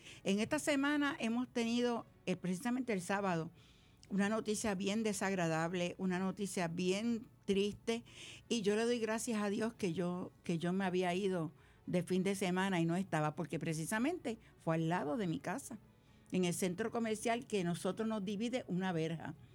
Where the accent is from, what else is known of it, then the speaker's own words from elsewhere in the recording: Puerto Rico; yo soy boricua de pura cepa, yo soy boricua de corazón y yo soy boricua del coquí. Eso es lo más... Yo soy boricua para que tú lo sepas.